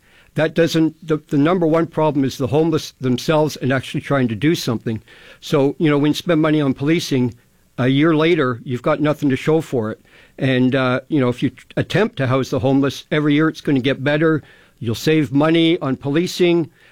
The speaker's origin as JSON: {"language": "English", "town": "Toronto", "region": "Ontario", "country": "Canada", "moved": "as an adult", "lives_now": "Windsor, Canada", "said": "I'm originally from Toronto. I moved to the core 16 years ago"}